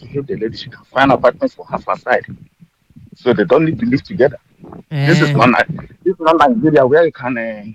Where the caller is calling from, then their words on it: Germany; I'm calling from Germany.